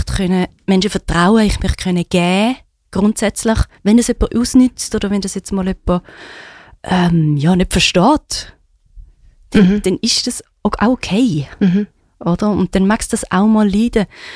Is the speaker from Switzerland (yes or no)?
yes; Switzerland; born there